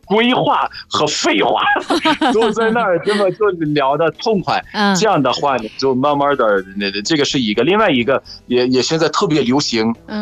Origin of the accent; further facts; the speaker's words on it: Egypt; Chinese is a second language; ，拜拜。